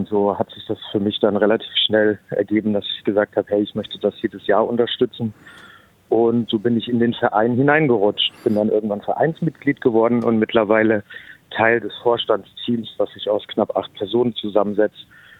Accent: Reichenbach im Vogtland, Saxony, Germany; Ich komme selber aus Reichenbach im Vogtland

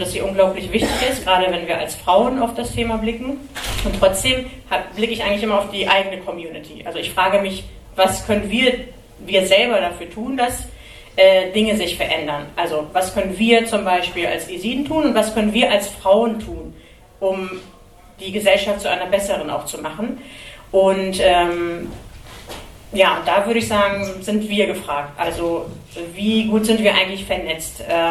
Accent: Germany; Also ich persönlich bin nicht nur Isidin natürlich, ich bin auch eine Frau. Ich bin auch Deutsche, ich bin Kurdin, ich bin Isidin.

